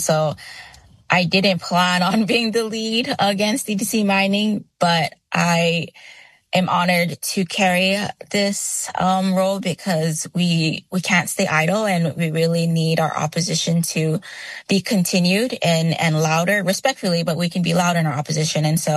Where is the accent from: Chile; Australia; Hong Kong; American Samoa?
American Samoa; Pago Pago, Eastern District; born or raised there; also born or lived in California, United States